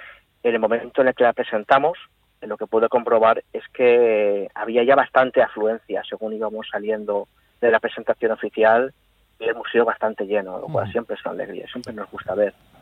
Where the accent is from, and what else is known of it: Spain